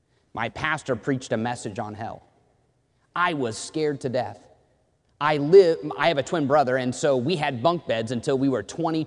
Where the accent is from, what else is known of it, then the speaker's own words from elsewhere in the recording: Indiana, United States; I grew up in Indiana, so my dad was a big Hoosier fan.